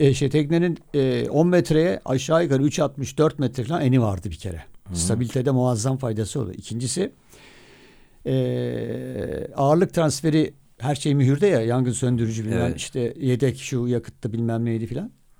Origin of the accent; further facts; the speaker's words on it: Black Sea Region, Turkey; Ben de biz Karadenizliyim ya ben Las Kıfası.